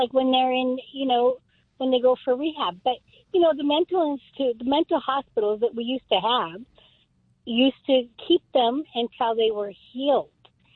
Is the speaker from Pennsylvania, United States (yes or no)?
no; Montana, United States; Yeah, because I know I'm from Montana, and we had a place called Warm Springs.